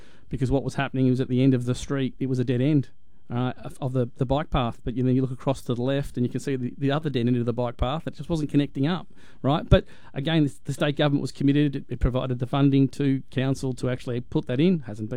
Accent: Canberra, Australian Capital Territory, Australia; moved away; I grew up in Canberra, spent a number of years in Canberra

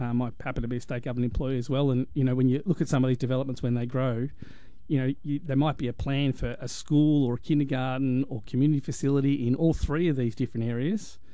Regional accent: Canberra, Australian Capital Territory, Australia; moved away; I grew up in Canberra, spent a number of years in Canberra

